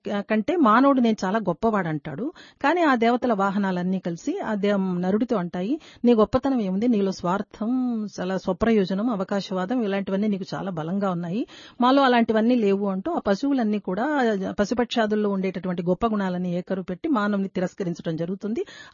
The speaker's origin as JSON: {"language": "Telugu", "region": "Andhra Pradesh", "country": "India", "said": "నేను రాయలసీమ దాన్ని"}